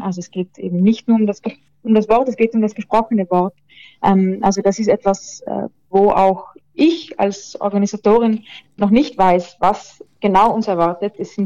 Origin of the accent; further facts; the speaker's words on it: Trentino-Alto Adige, Italy; in Südtirol oder als Südtiroler